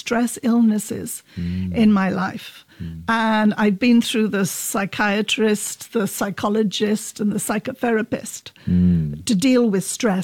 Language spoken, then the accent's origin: English; England, United Kingdom; born there; So basically pure Scots, but I was born in England.